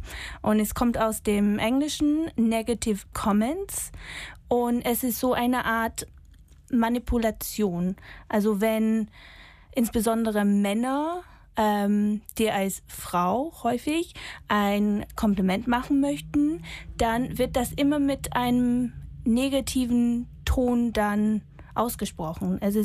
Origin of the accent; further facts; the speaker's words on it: United Kingdom; German is a second language; moved away; ich bin 34 Jahre alt. Ich komme aus Großbritannien, also das hört ihr wahrscheinlich an meinem Akzent.